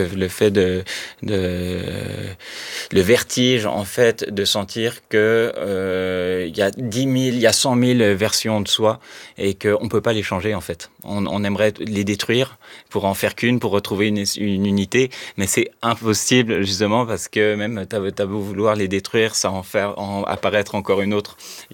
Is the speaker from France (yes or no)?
no; Quebec, Canada; accent: Québécois; moved away; moi qui ai grandi au Québec, quand je vais au Québec et je reprends progressivement mon accent québécois